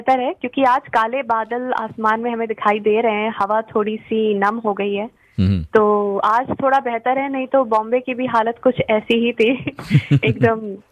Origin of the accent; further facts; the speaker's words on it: Lucknow, Uttar Pradesh, India; moved away as an adult; now in Mumbai, India; मैं रहने वाली लखनऊ, उत्तर प्रदेश की हूँ।